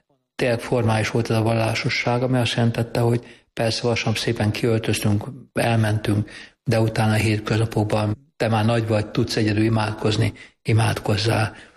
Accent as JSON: {"language": "Hungarian", "region": "Budapest", "country": "Hungary", "tie": "born or raised there", "said": "1964. július 9-én születtem Budapesten."}